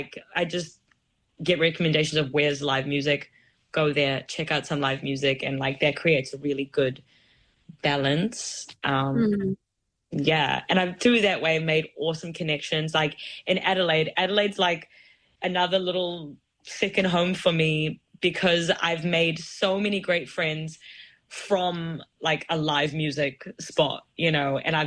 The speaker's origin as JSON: {"language": "English", "region": "Auckland", "country": "New Zealand", "tie": "born or raised there", "said": "I haven't done it yet here, but I think it's also because, like, I grew up in Auckland."}